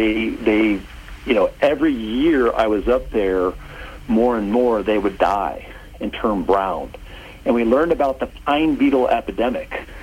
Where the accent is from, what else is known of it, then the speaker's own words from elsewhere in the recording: Texas, United States; also born or lived in Oklahoma; I was born in Oklahoma and I grew up in Texas.